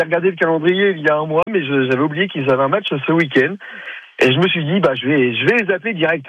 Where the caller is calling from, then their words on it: Vienne, Nouvelle-Aquitaine, France; De Champignon-Rochereau dans le 86.